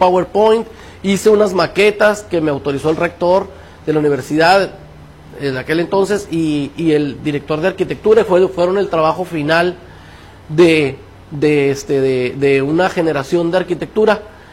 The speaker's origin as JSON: {"language": "Spanish", "country": "Mexico", "said": "yo soy muy mexicano"}